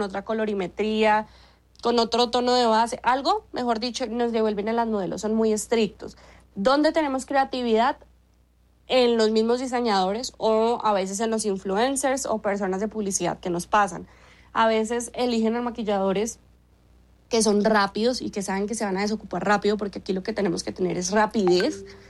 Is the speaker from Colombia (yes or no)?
yes; Colombia; porque soy colombiana